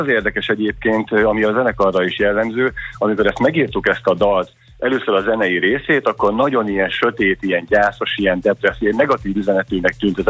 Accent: Miskolc, Borsod-Abaúj-Zemplén, Hungary; abszolút miskolciak vagyunk

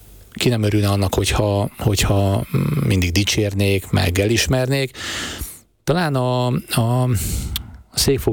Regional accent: Pécs, Baranya, Hungary; moved away as an adult; now in Nyíregyháza, Hungary; én pécsi vagyok

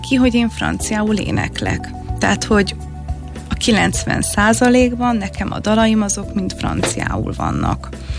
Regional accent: Brussels, Brussels-Capital Region, Belgium; first language Hungarian and French; moved away as an adult; now in Hungary; másfél hónapos korom óta én ugye kint éltem Brüsszelben, én ott jártam óvodába, iskolába, főiskolára, tehát minden kint volt. És aztán 25 évesen, 24-25 évesen hazaköltöztem.

